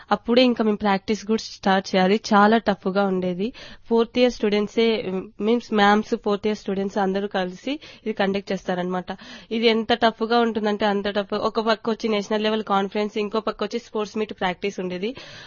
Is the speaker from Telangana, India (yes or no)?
no; Kadiri, Andhra Pradesh, India; moved away; నేను కదిరి నుంచి వచ్చాను.